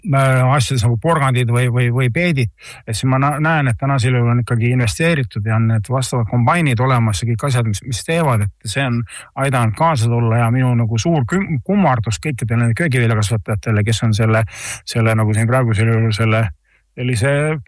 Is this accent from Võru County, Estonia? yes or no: yes; Naviküla, Võru County, Estonia; mina olen Naviküla inimene Võrumaalt ja Naviküla ja meie kant on väga suur selline köögivilja